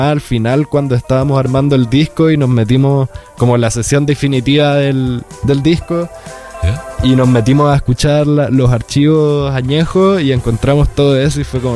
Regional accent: Ñuñoa, Santiago Metropolitan Region, Chile; yo soy de Ñuñoa

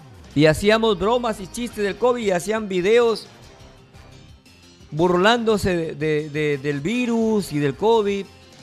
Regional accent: Peru; Tenemos cosas positivas los peruanos.

